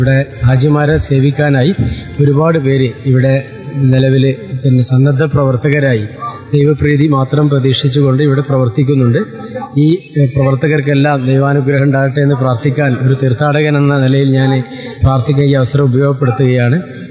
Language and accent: Malayalam; Chelembra, Kerala, India; നമസ്കാരം, ഞാൻ മലപ്പുറം സ്വദേശിയാണ്. മലപ്പുറം ജില്ലയിലെ ചേലേമ്പ്ര ഗ്രാമപഞ്ചായത്തിൽ പ്രദേശത്തു നിന്ന് വരുന്ന ഒരു തീർത്ഥാടകനാണ് ഞാൻ.